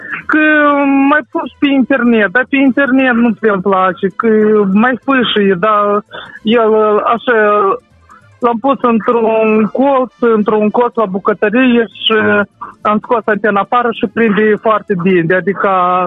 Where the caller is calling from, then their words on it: Ungheni District, Moldova; din raionul Ungheni, stat Stăniceni